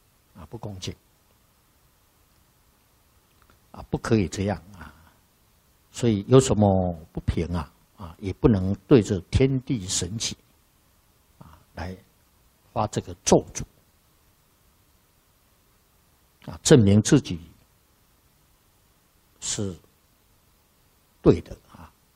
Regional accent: China; 那么在我们中国人呐，啊，办这个酒席啊，无酒不成席

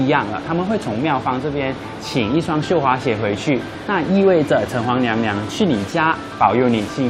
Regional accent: Malaysia; 我本身是马来西亚的学生，

